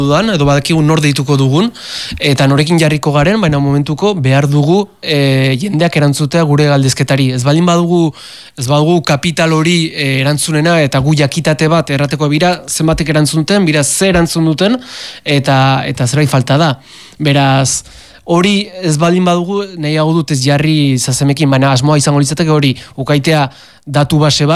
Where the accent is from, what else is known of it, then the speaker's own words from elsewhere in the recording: Basque Country, Spain; gu euskalduna gara